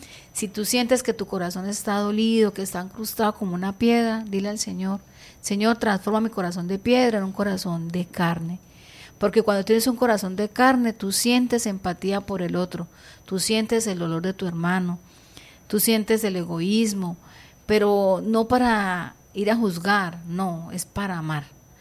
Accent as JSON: {"language": "Spanish", "country": "Colombia", "said": "Nosotros como hermanos en Cristo Jesús, como colombianos"}